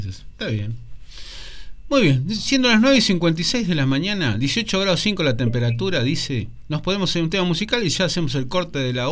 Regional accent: General Rodríguez, Buenos Aires Province, Argentina; yo me considero de acá y más, de Rodríguez me considero.

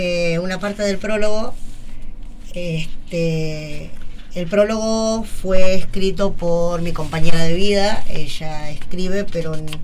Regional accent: Virrey del Pino, Buenos Aires Province, Argentina; soy de La Matanza, de Virrey del Pino, soy escritora, soy docente.

